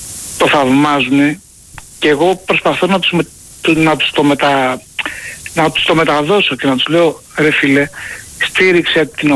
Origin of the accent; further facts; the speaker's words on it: Paiania, Attica, Greece; Εντάξει, δεν παίρνω τηλέφωνα. … είμαι από την Παιανία.